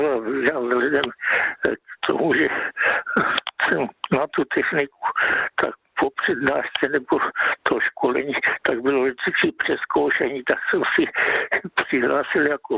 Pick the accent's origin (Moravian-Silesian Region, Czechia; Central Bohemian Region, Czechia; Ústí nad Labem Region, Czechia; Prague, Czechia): Moravian-Silesian Region, Czechia; Ostrava; já od mládí jsem byl jako v Ostravě